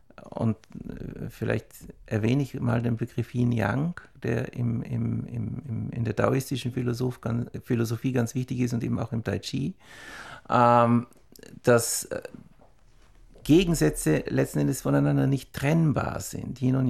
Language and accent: German; Lower Austria, Austria; moved away; Ich bin auch zwar auf dem Land aufgewachsen, da in der Nähe von St. Pölten, in Niederösterreich, und bin letztendlich so geprägt worden.